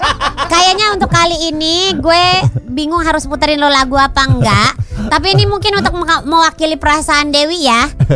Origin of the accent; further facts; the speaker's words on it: East Jakarta, Jakarta, Indonesia; kita juga sebagai warga Jakarta Timur